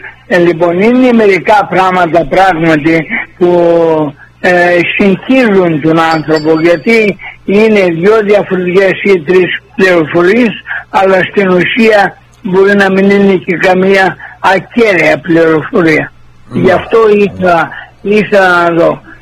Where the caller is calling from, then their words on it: Thessaly, Greece; Εγώ είμαι από τη Θεσσαλία.